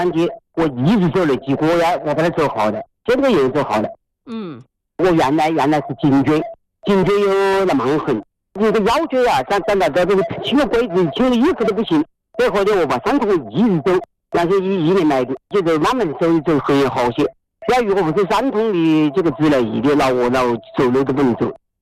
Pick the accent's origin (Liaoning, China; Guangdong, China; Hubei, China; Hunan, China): Hubei, China; Hanchuan; also born or lived in Xiaogan; 我的老家是汉川，我在孝感工作了10几年，现在也79岁了。